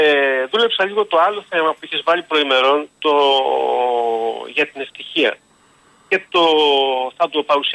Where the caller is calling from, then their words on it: Greece; σαν Έλληνας πολίτης